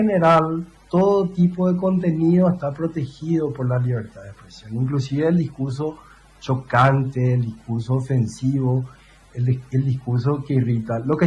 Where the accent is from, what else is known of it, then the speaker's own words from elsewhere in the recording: Paraguay; ¿Cómo nos sentiríamos nosotros como ciudadanos paraguayos